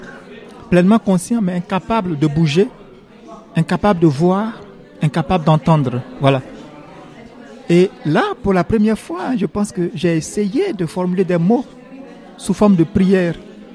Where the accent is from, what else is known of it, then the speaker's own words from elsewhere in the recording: Côte d’Ivoire; je suis originaire de la Côte d'Ivoire, voilà, j'ai 36 ans, je suis le fils aîné d'une famille de 7 enfants.